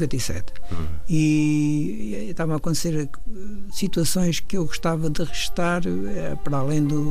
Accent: Alcobaça, Leiria, Portugal; na minha terra, em Alcobaça, perto do mosteiro

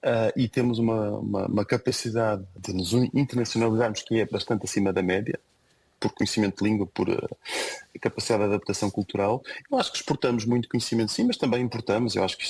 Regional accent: Portugal; Porque é fácil esquecermos de Portugal quando estamos fora, mas pois quando somos portugueses temos a obrigação de nos lembrarmos de Portugal

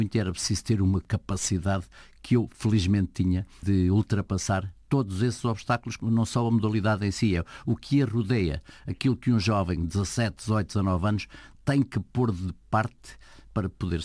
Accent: Pontével, Lisbon, Portugal; lá da minha terra, do Pontevel, de onde eu sou naturalmente

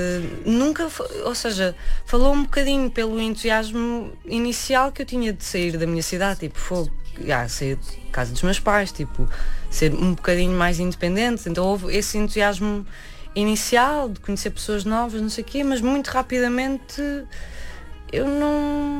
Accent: Caldas da Rainha, Leiria, Portugal; also born or lived in Lisbon; eu dizer que sou alfacinha de nascença, tipo, eu só vim nascer cá. Não tenho mesmo. Então, eu cresci nas Caldas até aos 18 anos.

